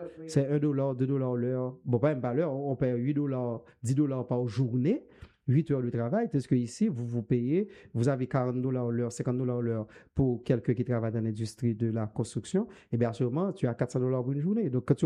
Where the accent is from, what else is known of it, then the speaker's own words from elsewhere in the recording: Haiti; Je donne un exemple. Moi, je suis d'Haïti. Et une maison de 500 000 $ en Haïti, c'est une maison extraordinaire.